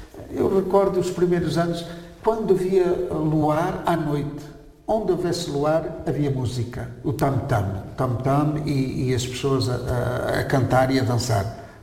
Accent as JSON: {"language": "Portuguese", "town": "Lamego", "region": "Norte", "country": "Portugal", "moved": "as an adult", "said": "eu sou da Diocese de Lamego, a Diocese de Lamego tem 2.500 quilómetros quadrados"}